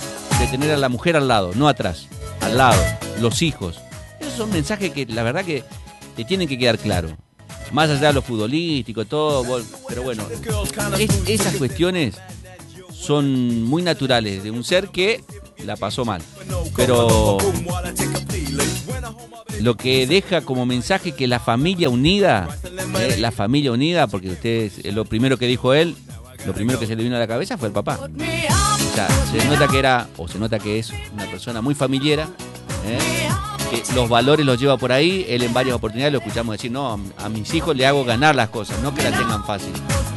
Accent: Argentina; lo que nosotros como argentinos vivimos todos los días.

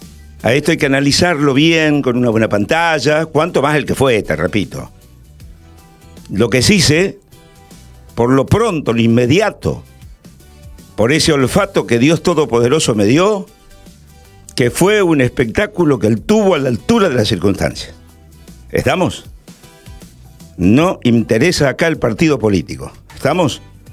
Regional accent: Córdoba, Argentina; now in Santa Fe, Argentina; Y soy cordobés, ¿está bien? Aunque los tiempos, los años han pasado y hoy más santafesino que nunca.

